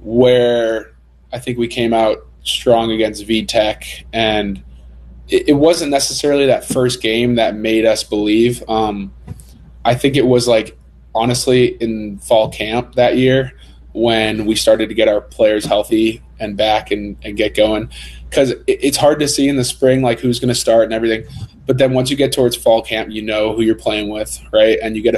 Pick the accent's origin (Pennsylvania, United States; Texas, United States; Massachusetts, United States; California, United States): Massachusetts, United States; Boston; now in Tennessee, United States; I'm from Boston, and I've never really thought about playing football until I played it